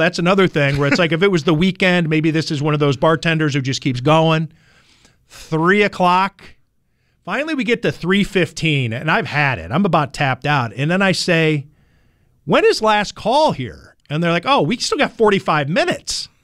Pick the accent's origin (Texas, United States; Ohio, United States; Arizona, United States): Ohio, United States; So I grew up in Northeast Ohio.